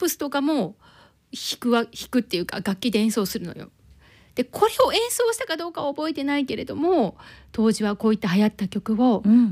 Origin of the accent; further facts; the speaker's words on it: Anamizu, Ishikawa, Japan; moved away; 私の実家穴水町最大のお祭り、第64回長谷部祭りが行われるんだけれども、